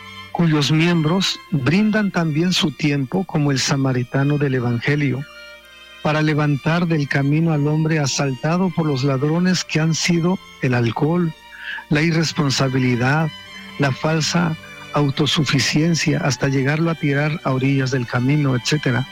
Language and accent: Spanish; Guerrero, Mexico; moved away; en mi tierra, en Guerrero